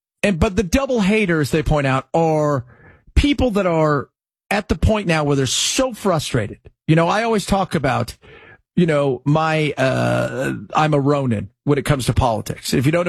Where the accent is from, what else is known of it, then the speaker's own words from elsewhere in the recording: United States; as an American, Nebraska